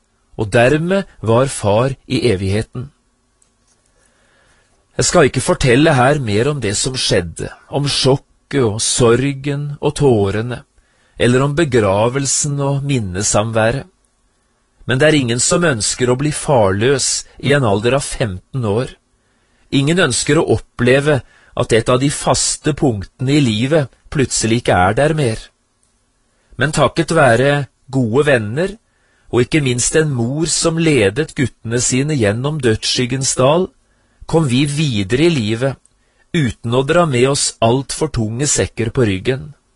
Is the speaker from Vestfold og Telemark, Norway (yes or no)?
yes; Notodden, Vestfold og Telemark, Norway; Gransherra kirke, som ligger ca. 3 mil fra Notodden, hjembyen min.